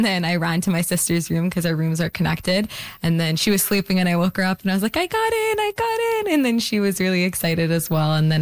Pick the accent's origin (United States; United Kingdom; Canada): Canada; Peel, Ontario; I think one, growing up in Peel, I've seen the need.